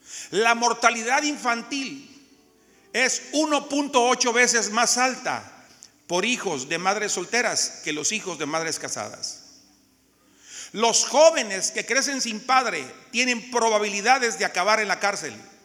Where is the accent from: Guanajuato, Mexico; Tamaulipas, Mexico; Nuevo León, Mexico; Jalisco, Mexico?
Nuevo León, Mexico; Monterrey; el barrio donde yo crecí. Yo soy de México, de Monterrey